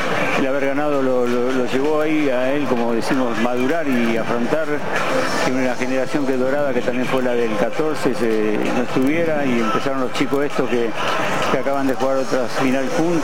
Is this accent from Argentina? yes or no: yes; Argentina